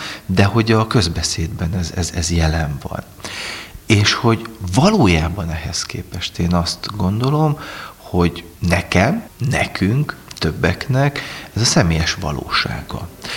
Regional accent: Subotica, Vojvodina, Serbia; moved away as an adult; now in Hungary; Igen, tehát az a helyzet, hogy én Szabadkán nőttem fel, a régi Jugoszláviában születtem, és a 90-es évek Szerbiájában nőttem föl. Aztán egyetemista korom óta Magyarországon élek.

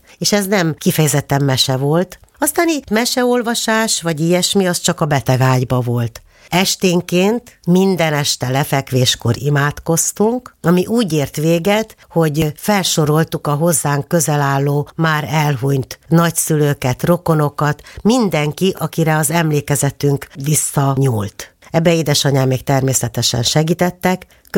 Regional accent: Tolna, Hungary; úgyhogy érdekes hangulatban nőttem én ott fel. De édesapám, miután hazakerült a fogságból, megvett egy örei nénitől egy félházat.

